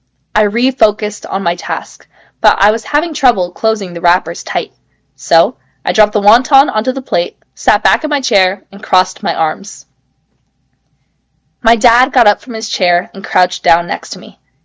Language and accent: English; Bagaluru, Karnataka, India; Born and raised in Bagaluru, Karnataka, and I am going to ninth grade next year. I can speak Malayalam, Tamil, Hindi, and Kannada, along with English.